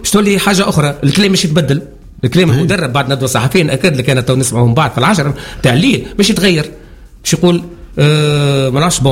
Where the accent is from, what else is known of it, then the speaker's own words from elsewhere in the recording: Sfax, Sfax Governorate, Tunisia; انا كنت الوحيد من صفاقس